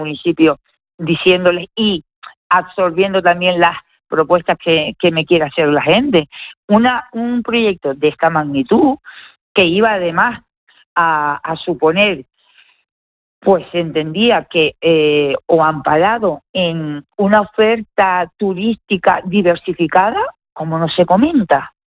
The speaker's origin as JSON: {"language": "Spanish", "town": "Guía de Isora", "region": "Canary Islands", "country": "Spain", "said": "yo que soy de Guía Casco"}